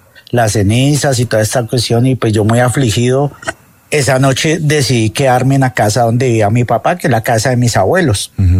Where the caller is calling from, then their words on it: Bogotá, Colombia; Acá de Bogotá, de Olaya.